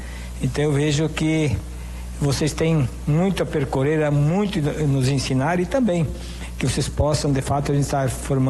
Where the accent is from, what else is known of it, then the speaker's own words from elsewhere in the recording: Joaçaba, Santa Catarina, Brazil; now in Erval d'Oeste, Brazil; eu sou lá de Joaçaba.